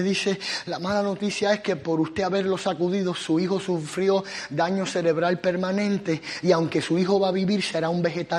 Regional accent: San Pedro Sula, Cortés, Honduras; Mira, vengo desde Honduras, desde San Pedro vengo, buscando encontrar, desde San Pedro hasta Miami

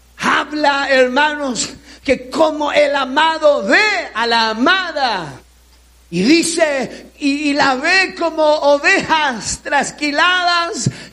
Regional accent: El Salvador; para los que somos del Salvador saben qué es chiribisco.

